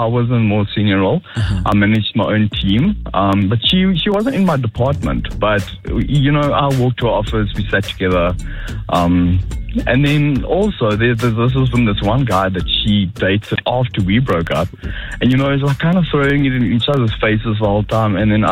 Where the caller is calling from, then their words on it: Johannesburg, Gauteng, South Africa; From Joburg.